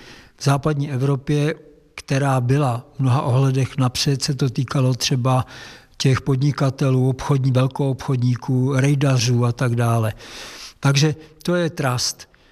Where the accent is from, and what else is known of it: Liberec, Liberec Region, Czechia; born or raised there